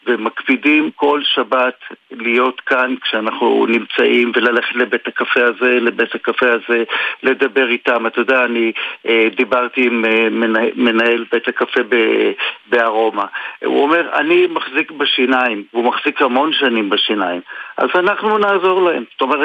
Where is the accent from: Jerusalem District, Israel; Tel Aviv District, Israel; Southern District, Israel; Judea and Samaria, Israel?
Jerusalem District, Israel; Jerusalem; אנחנו ירושלמים